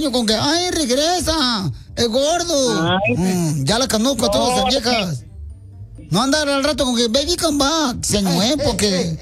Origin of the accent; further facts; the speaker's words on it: Michoacán, Mexico; y yo soy de Michoacán, le quiero ayudar.